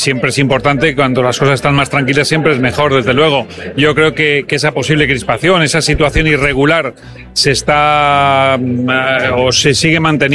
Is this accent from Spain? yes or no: yes; Valencia, Valencian Community, Spain; como valenciano, como concejal de mi ciudad